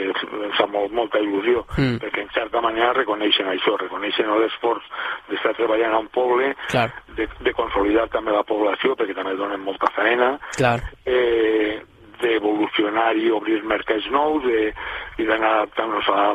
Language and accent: Catalan; Castellón, Valencian Community, Spain; moved away as an adult; now in La Mata, Spain; Jo em vaig criar a Castelló i als 23 anys vaig inaugurar a la Mata